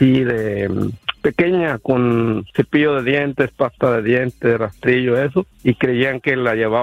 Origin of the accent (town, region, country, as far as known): Mexicali, Baja California, Mexico